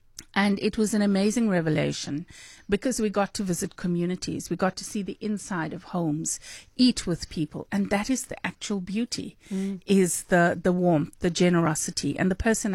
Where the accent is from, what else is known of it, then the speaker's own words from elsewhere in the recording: Durban, KwaZulu-Natal, South Africa; moved away as an adult; Chatsworth in Durban, my hometown. So we moved to Chatsworth to a massive house, and Chatsworth developed around us. Okay. And the beauty of Chatsworth, I've lived outside of KZN since 99